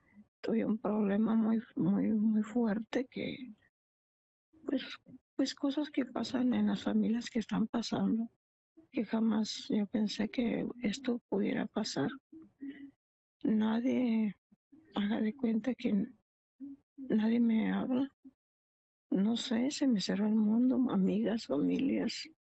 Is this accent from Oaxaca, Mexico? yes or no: no; Michoacán, Mexico; soy de Michoacán.